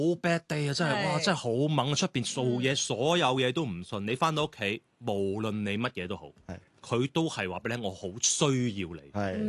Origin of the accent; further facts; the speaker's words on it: Canada; moved away; 我细个在加拿大的时候